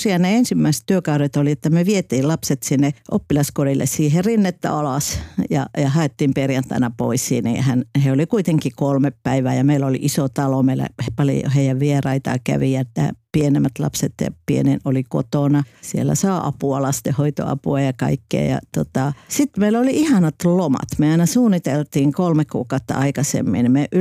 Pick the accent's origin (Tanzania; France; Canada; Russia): Tanzania; Kilimanjaro; Kaikki kysyy, mistä mä oon kotosi, niin mä sanon, että made in Kilimanjaro.